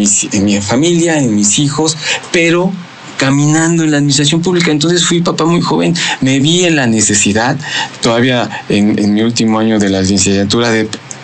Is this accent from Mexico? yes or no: yes; Puebla, Mexico; Soy poblano, nacido aquí. … porque mis abuelos de Córdoba, Tepos por parte de mi mamá